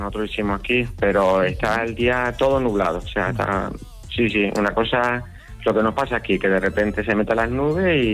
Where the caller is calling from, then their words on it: Canary Islands, Spain; acuérdate que somos canarios y claro. Somos muy tranquilos.